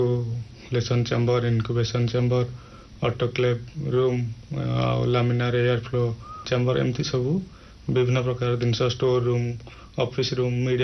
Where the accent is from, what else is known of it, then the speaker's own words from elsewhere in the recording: Indupur, Odisha, India; ଯେହେତୁ ମୋ ଗାଁ ଇନ୍ଦୁପୁର, ସେଠି ଆମର ପାଖାପାଖି 13 ଛତୁ ମଞ୍ଜି ୟୁନିଟ୍ ଅଛି।